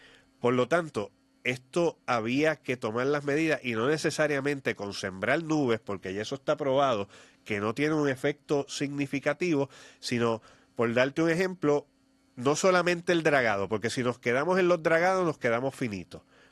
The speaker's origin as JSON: {"language": "Spanish", "country": "Puerto Rico"}